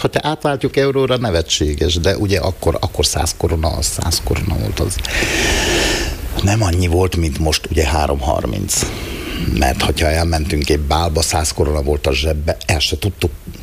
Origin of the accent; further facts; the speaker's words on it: Borsod-Abaúj-Zemplén, Hungary; ugye itt nőttem fel, itt tevékenykedtem, de a Bodrog közi emberek nagyon szeretik a úgy a népzenét, mint a popzenét, mint a rockzenét, mint a komoly zenét, ezt elmondhatom a Bodrog közről.